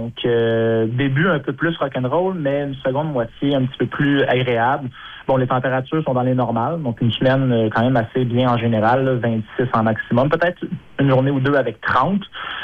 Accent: Quebec, Canada; chez nous au Québec

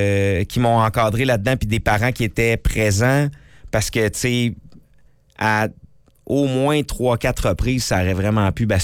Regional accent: Quebec City, Quebec, Canada; j'ai grandi dans Limoilou. J'ai grandi dans un Limoilou qui était en plein changement. J'ai grandi dans un Limoilou qui était rough.

